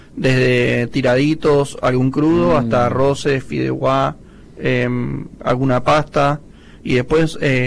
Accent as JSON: {"language": "Spanish", "town": "Mar del Plata", "region": "Buenos Aires Province", "country": "Argentina", "tie": "born there", "said": "Yo soy nacido acá, después, bueno, tuve... la suerte de viajar y vivir afuera por la gastronomía, y volví a abrir lo de Fran"}